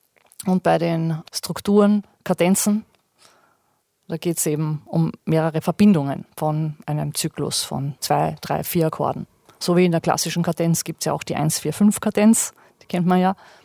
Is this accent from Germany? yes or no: no; Hollabrunn, Lower Austria, Austria; es gab auch einen Jazzpianisten in meiner Heimatstadt Hollabrunn in der Musikschule.